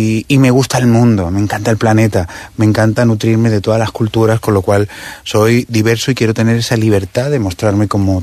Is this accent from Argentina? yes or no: no; Catalonia, Spain; O sea, yo soy un ser que he crecido, como te digo, en un barrio andaluz, siendo catalán, con mis padres, cada uno de una parte de un punto distinto de España.